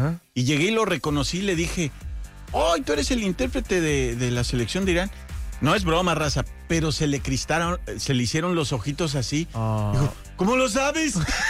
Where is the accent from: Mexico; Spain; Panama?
Mexico; no pueden entender que los mexicanos tengamos ese detalle